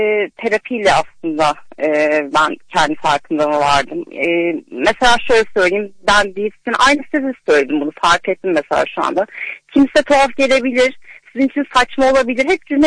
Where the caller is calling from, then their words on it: Istanbul, Turkey; Ataşehir'den arıyorum, İstanbul'dan.